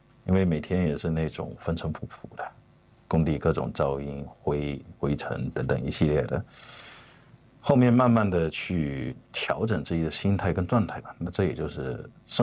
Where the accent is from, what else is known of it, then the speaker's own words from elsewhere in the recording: Fujian, China; moved away as an adult; now in Australia; 因为我是福建人，福建是又是全中国最大的侨乡嘛